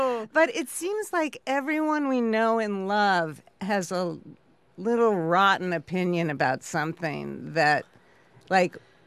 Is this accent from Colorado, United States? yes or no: no; Buffalo, New York, United States; because see, the thing is, I'm from Buffalo, and everybody's trying to do Hayley Stevens